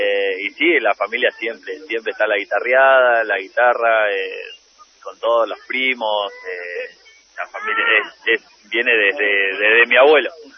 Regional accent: Belisle, Río Negro, Argentina; la carneada de Belisle, es mi pueblo

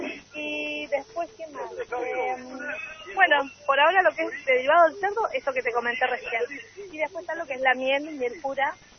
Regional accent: Argentina; now in Río Colorado, Argentina; yo estoy viviendo en Río Colorado, soy oriunda de este pueblo. Vivo en Río Colorado en este momento.

